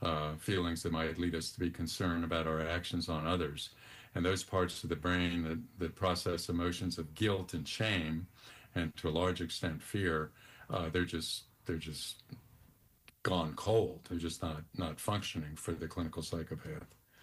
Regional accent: United States; I grew up in Washington.

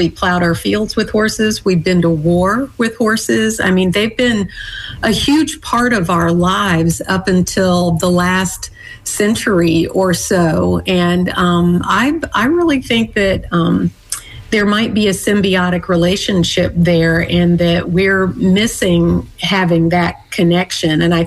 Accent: Bowling Green, Kentucky, United States; I had friends in the neighborhood with horses, and I grew up in Bowling Green, Kentucky, and, it was relatively inexpensive to have horses there.

